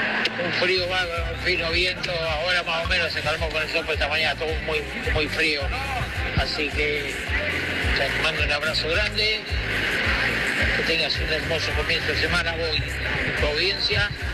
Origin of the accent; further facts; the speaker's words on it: Argentina; No podemos dejarse sufrir, somos argentinos al pedo, pero vamos bien, vamos bien.